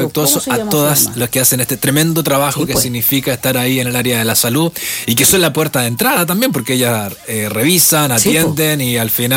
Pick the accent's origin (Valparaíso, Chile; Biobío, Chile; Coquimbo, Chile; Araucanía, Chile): Coquimbo, Chile; Canela; now in La Serena, Chile; Sí, bueno, ahí crecí en Canela.